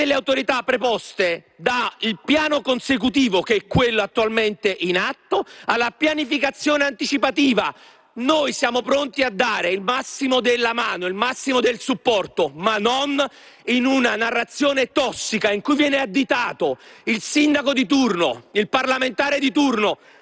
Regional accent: Sicily, Italy; certamente non ai siciliani, perché io sto sempre dalla parte del sud, non ho mai tradito la mia terra

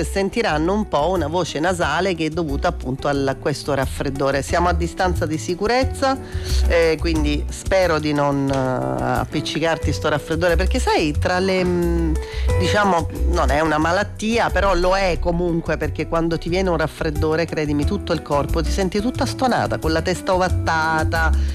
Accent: Augusta, Sicily, Italy; ad Augusta, il paese dove sono cresciuta

